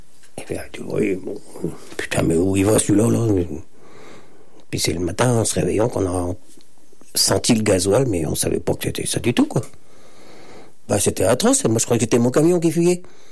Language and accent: French; Trézien, Brittany, France; marin pêcheur à Paul Fleurzel, enfin à Fleurzel, je suis de Trésien.